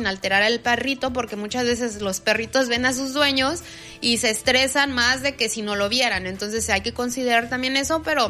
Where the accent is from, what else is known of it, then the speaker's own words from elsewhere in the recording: Mexico City, Mexico; Yo vengo de la Ciudad de México, entonces allá pues todo es mucho caos